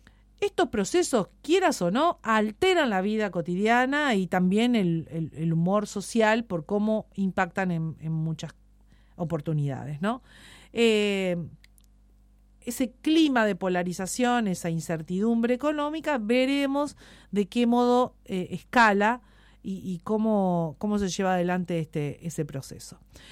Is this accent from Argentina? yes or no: yes; Tierra del Fuego, Argentina; vengo de Tierra del Fuego, donde la realidad es otra